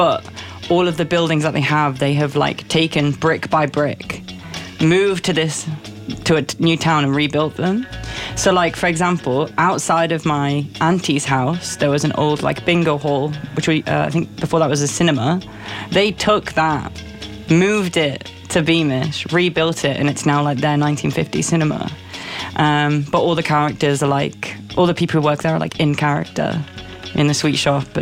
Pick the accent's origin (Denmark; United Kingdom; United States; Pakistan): United Kingdom; I think also as a Brit.